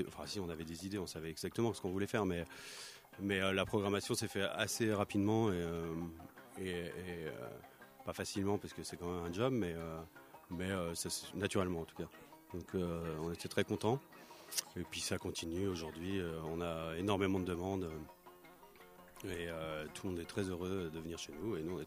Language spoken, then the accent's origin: French; Auvergne-Rhône-Alpes, France; Nous, on vient de la Vallée Verte, 3 sur 4. Et donc, quand on a eu le permis, on est descendu à Genève